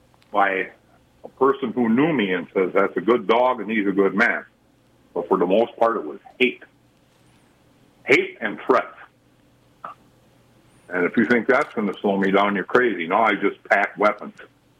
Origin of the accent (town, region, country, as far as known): United States